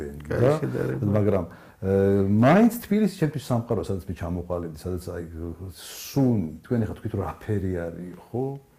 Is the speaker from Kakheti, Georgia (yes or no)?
no; Tbilisi, Georgia; ჩემთვის ქალაქზე მეტი რა თქმა უნდა ეს ფელი სამყარო არის სადაც მე გავიზარდე